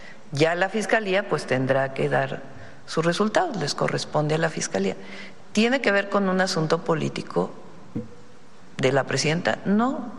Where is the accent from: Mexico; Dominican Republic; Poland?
Mexico; No, pero tenemos que ser muy serios como mexicanos